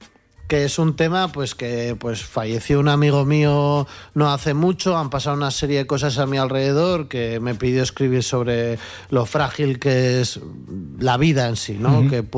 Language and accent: Spanish; Pamplona, Navarre, Spain; Yo soy de La Chantrea, ahora mismo vivo allá